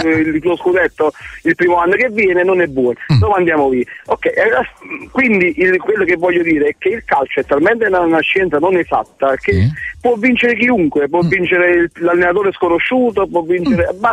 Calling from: Benevento, Campania, Italy; io siamo da Benevento

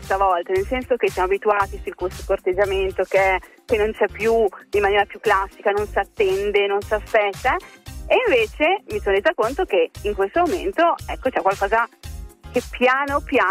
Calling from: Villafranca in Lunigiana, Tuscany, Italy; sono della provincia di Massa Carrara.

